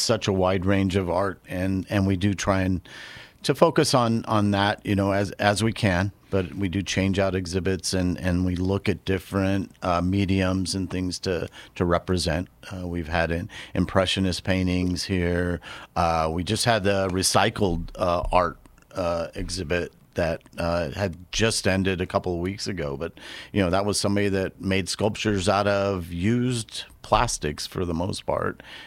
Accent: California, United States; I came out from California originally.

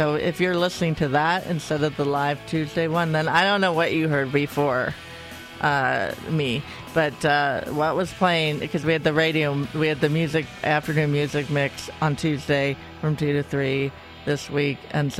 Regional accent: Cincinnati, Ohio, United States; She moved to Cincinnati, my hometown, by the way.

